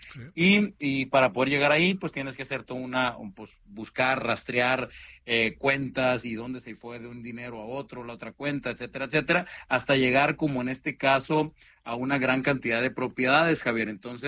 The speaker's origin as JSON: {"language": "Spanish", "country": "Mexico", "said": "nosotros como mexicanos"}